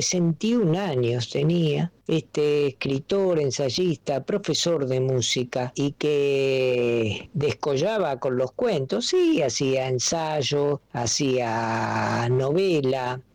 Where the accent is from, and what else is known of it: Argentina